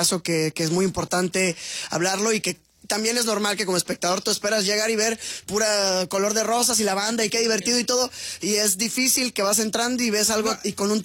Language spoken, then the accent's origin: Spanish; Valle de Bravo, State of Mexico, Mexico; Pero justo surgió en la escuela, igual de pequeño, y vivía en Valle de Bravo, el pueblo ahí cerca del Estado de México.